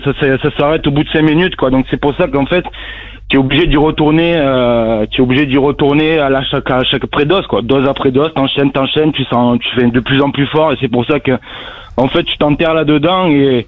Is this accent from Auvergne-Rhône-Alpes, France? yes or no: no; Provence-Alpes-Côte d'Azur, France; Moi, je suis du Vaucluse, mais en fait, il fallait que je coupe tout, quoi.